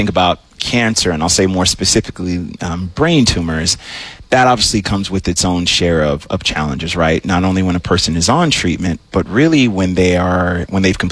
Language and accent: English; the South, United States; also born or lived in Memphis, Tennessee; now in Atlanta, United States; I'm from the South